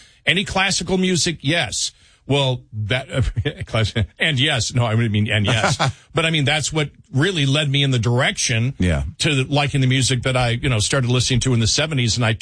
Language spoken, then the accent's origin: English; United States; I grew up on the Canadian border, so a lot of Canadian rock outside